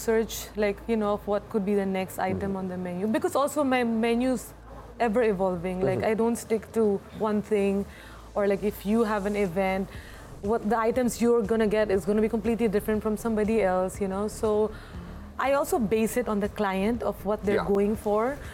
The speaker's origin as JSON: {"language": "English", "country": "India", "said": "I'm Indian"}